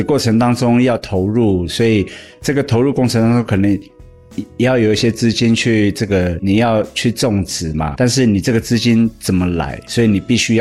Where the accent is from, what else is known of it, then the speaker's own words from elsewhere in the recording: Fuxing, Taoyuan, Taiwan; also born or lived in Lalashan, Fuxing, Taoyuan; 我是泰雅族，那我是来自于桃园复兴乡的孩子，我出生在拉拉山出生的地方，但是成长的地方是在山光部落。